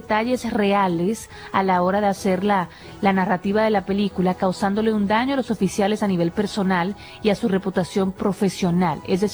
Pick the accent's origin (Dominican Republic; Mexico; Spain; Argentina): Dominican Republic; also born or lived in Miami Beach, United States; Yo tengo doble nacionalidad. Yo nací en Miami Beach, simplemente que me crié en República Dominicana.